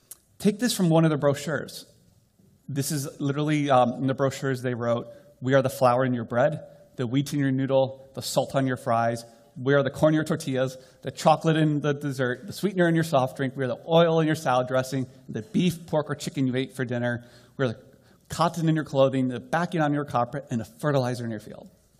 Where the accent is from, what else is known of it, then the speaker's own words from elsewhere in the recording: Iowa, United States; I grew up in Iowa